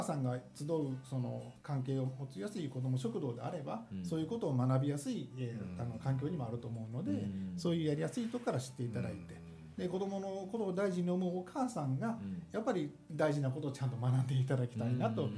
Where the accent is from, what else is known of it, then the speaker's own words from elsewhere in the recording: Kagawa, Japan; born there; 私香川県の生まれでして、